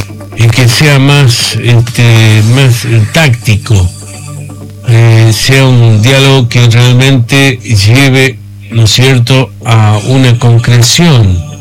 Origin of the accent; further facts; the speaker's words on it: La Rioja, Argentina; nosotros como riojanos